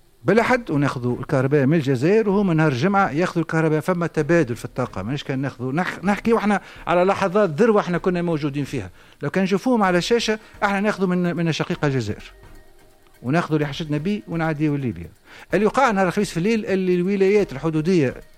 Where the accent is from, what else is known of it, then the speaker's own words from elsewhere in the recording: Tunisia; احنا في تونس